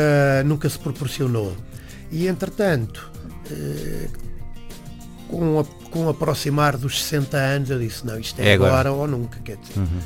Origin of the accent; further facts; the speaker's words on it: Portugal; eu sou português